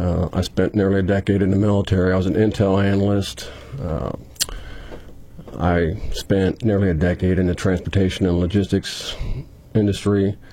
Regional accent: Hillsboro, Missouri, United States; moved away as an adult; now in Terre du Lac, United States; Originally, I grew up in Hillsboro. I moved down here 26 years ago. I've lived in Terdelac for all that time.

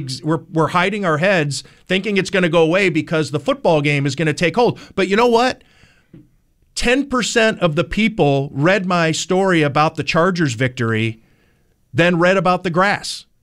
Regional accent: Cleveland, Ohio, United States; We had a guy there's when I was growing up on the Cleveland sports radio station who tried to make RBI a thing.

